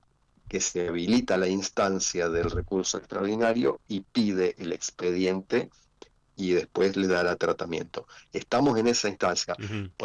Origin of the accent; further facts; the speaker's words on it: Pergamino, Buenos Aires Province, Argentina; Yo soy de Pergamino.